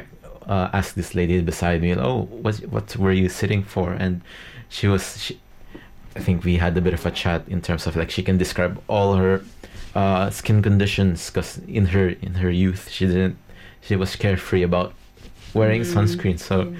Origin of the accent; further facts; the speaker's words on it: Manila, Metro Manila, Philippines; now in Tasmania, Australia; I'm originally from the capital of the Philippines, Manila